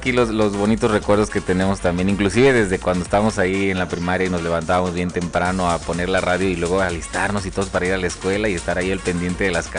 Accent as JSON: {"language": "Spanish", "country": "Mexico", "said": "nos distingue a todos como mexicanos"}